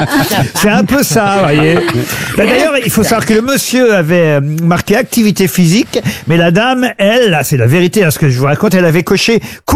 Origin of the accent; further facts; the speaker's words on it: France; chez nous en France